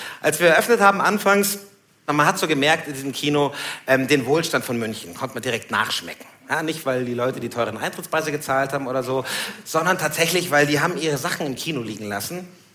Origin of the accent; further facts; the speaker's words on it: Nigeria; now in Munich, Germany; Ich komme aus Nigeria.